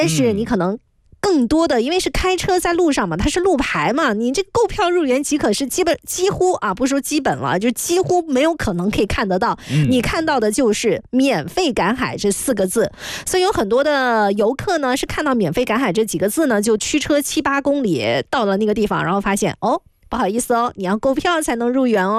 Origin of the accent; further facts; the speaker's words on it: Beihai, Guangxi, China; 我的家乡广西北海啊，确实是个好玩的地方啊。